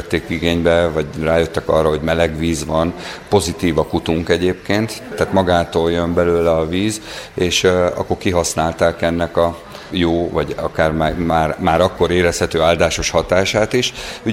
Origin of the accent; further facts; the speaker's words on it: Túrkeve, Jász-Nagykun-Szolnok, Hungary; born there; Én úgy nőttem föl, hogy ezekben a vizekben tudtam fürödni